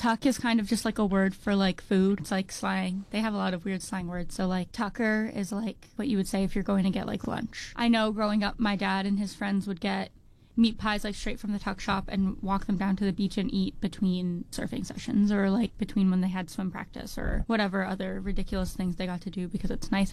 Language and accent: English; New Jersey, United States; And then I grew up in New Jersey.